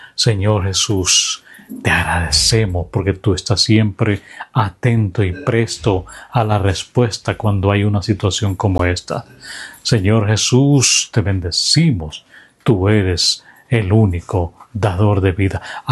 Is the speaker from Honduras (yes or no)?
yes; Honduras